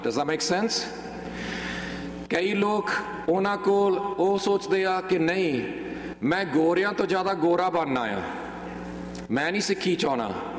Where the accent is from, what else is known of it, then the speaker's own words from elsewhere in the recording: England, United Kingdom; ਅਸੀਂ ਇੰਗਲੈਂਡ ਦੇ ਸਿੱਖ ਹਾਂ, ਸੋ to give you a background on me